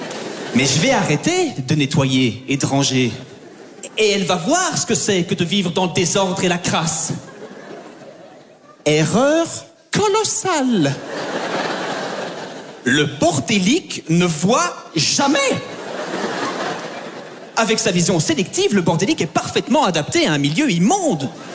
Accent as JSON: {"language": "French", "country": "Belgium"}